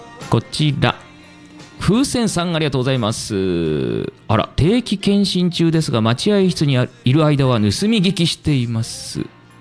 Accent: Hyogo, Japan; 私兵庫県出身なんですけれども

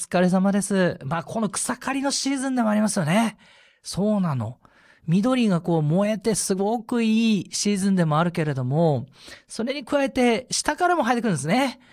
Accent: Tohoku, Japan; 私たち東北人は多少夏遅いんですけれども

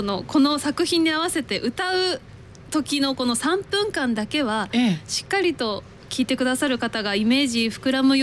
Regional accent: Fukushima, Japan; 私も福島県出身なの で

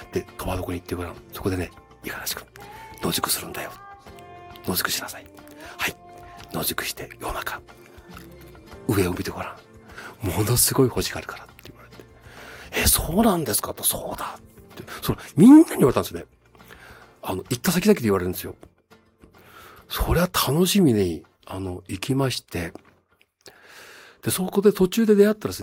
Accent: Rumoi, Hokkaido, Japan; moved away; 私の出身の留萌は、夜は雲が出てるか出ないかわからないもんね。

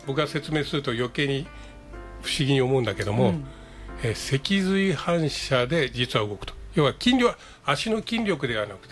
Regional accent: Yokohama, Kanagawa, Japan; born there; moved away as an adult; also born or lived in Akakina, Kasari, Amami / Nakano, Tokyo / Kashiwa, Chiba; now in Amami, Japan; 生まれてすぐに、親の仕事の関係で、東京中野に移って、はい、でそれから千葉柏、神奈川の横浜で育ってます。

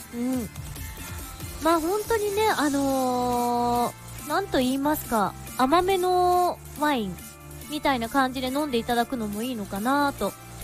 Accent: Miyagi, Japan; 私のふるさと宮城県

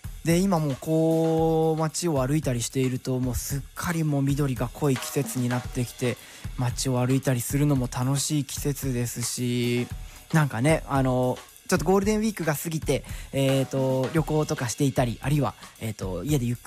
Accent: Sendai, Miyagi, Japan; 僕地元の仙台の方では仙台国際ハーフマラソンもあったということで、

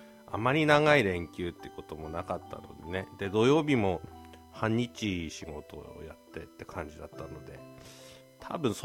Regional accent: Tohoku, Japan; 東北としては、東北人としては

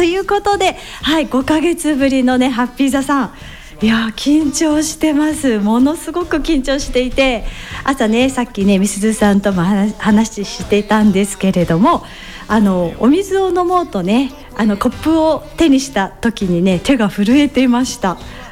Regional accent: Ishigaki, Okinawa, Japan; moved away as an adult; also born or lived in Tokyo; ですね、出身は石垣市出身です。はい、高校までこちらで育ちまして、その後進学で東京、まあ、就職も東京でしたね。その後沖縄本島でも働いて戻ってきております。

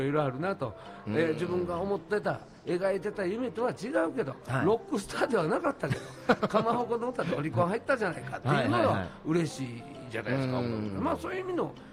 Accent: Kyoto, Japan; accent: Kyoto dialect

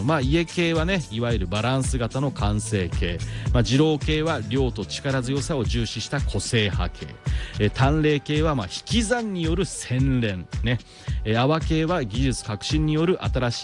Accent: Tochigi, Japan; 僕の出身の栃木県の佐野ラーメンとか、

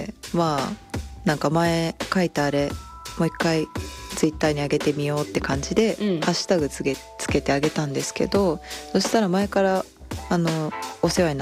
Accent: Yokohama, Kanagawa, Japan; born there; 海のもう近くで生まれました。

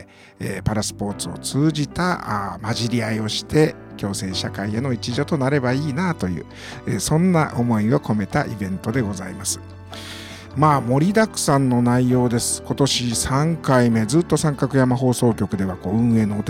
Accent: Assabu, Hokkaido, Japan; 私のふるさとアッサム町も大変このクロスカントリースキーが盛んでございまして

